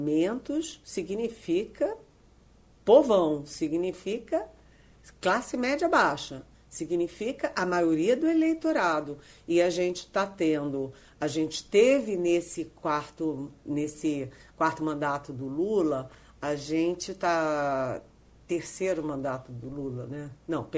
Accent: Brazil; now in Brasília, Brazil; eu assisti como brasileira

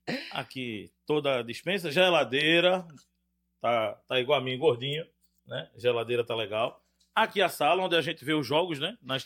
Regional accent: Brazil; somos brasileiros

